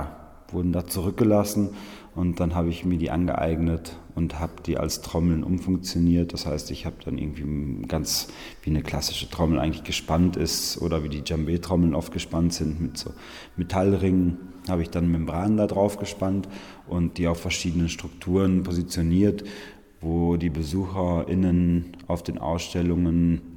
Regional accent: Val Gardena, a Ladin valley, Trentino-Alto Adige, Italy; Also ich bin selber auf dem Bauernhof aufgewachsen, auf dem Bergbauernhof auf 1500 Metern im Gardatal, in einem ladinischen Tal, und bin deshalb aufgewachsen mit landwirtschaftlicher Arbeit

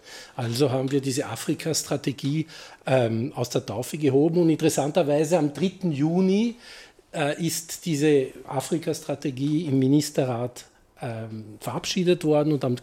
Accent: Austria; Was wollen wir als Österreicher, als kleines mitteleuropäisches Land erreichen?

